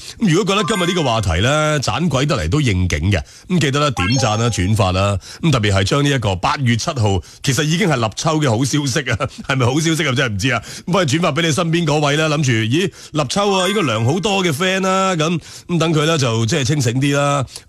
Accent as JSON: {"language": "Cantonese", "region": "Guangdong", "country": "China"}